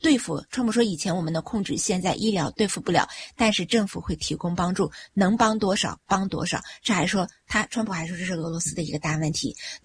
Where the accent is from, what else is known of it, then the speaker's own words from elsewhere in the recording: United States; 咱们美国人是吵了几十年